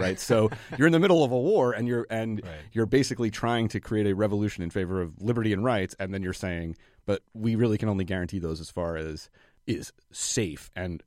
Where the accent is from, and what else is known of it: New York, United States